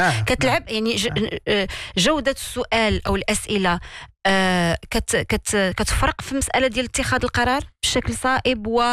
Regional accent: Morocco; حنا كمغاربه

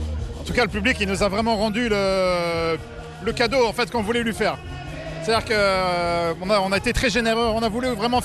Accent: Brittany, France; moi je suis issu d'une tradition populaire de musique de trance, parce que je viens de Bretagne.

